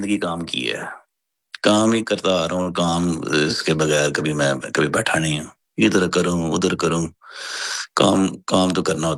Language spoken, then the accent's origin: Urdu; Pakistan; now in Sweden; میں خود بھی پاکستانی ہوں.